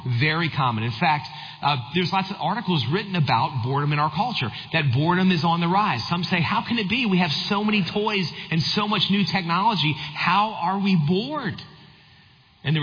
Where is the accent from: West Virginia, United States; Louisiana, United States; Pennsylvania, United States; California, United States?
Louisiana, United States; New Orleans; I grew up in South Louisiana, New Orleans area.